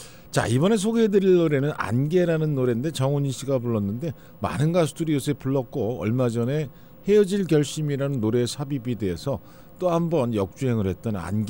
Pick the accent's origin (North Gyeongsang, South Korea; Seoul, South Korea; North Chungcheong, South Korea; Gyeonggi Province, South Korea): Seoul, South Korea; born or raised there